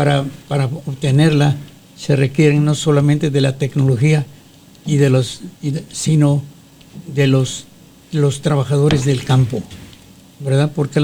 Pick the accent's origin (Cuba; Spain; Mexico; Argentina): Mexico; Y el ejido lo hemos visto nosotros, probablemente como mexicanos, no necesariamente los agrónomos